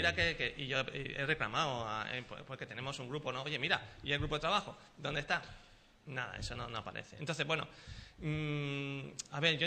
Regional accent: Sanlúcar, Andalusia, Spain

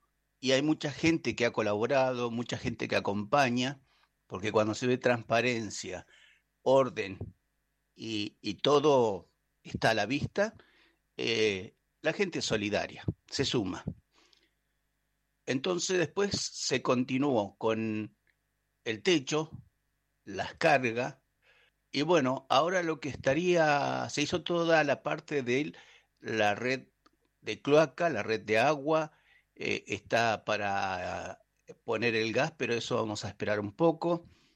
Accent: Cipolletti, Río Negro, Argentina; maestro mayor de obra, nacido y criado en Cipolletti.

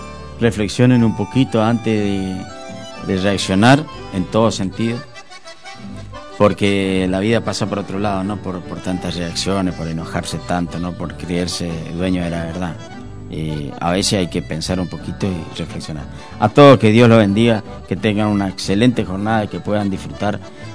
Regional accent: Argentina; muchísimos somos los argentinos

